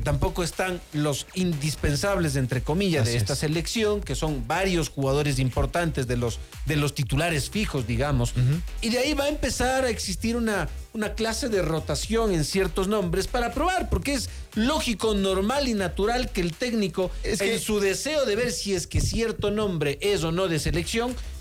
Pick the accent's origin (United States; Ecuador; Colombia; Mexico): Ecuador